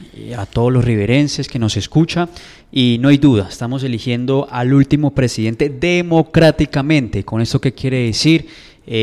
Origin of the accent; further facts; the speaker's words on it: Colombia; somos unos colombianos echados para adelante